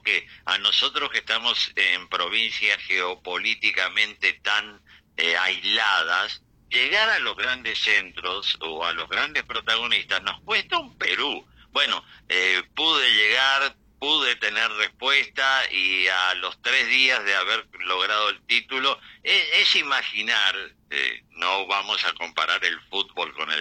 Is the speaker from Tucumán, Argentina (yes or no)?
no; Misiones, Argentina; a estos dos misioneros, como vos y yo